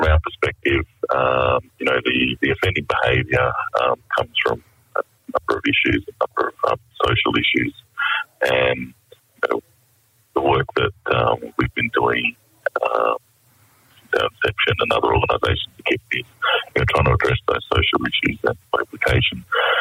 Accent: Broome, Western Australia, Australia; I'm originally from Broome and have connections to Nauru and every other country.

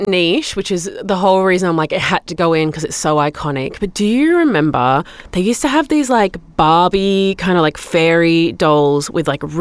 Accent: Broome, Western Australia, Australia; I'm from Broome.

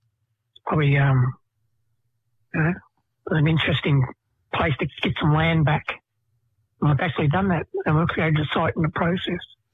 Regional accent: Fitzroy, Victoria, Australia; I grew up in Fitzroy in Melbourne, but my mob is Gunai Kanai and Gunatamara, or Western Districts of Victoria, Kulin Nation, basically.

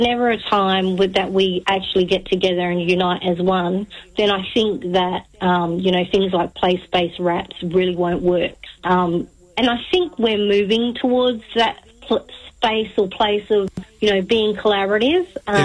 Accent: Western Australia, Australia; so we classify ourselves as Mirininga. So we have Minang, which is technically what it is.

